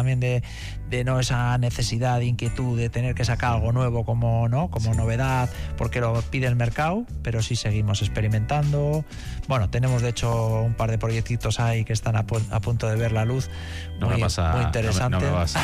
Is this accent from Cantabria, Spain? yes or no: no; Biscay, Basque Country, Spain; porque soy de Vizcaya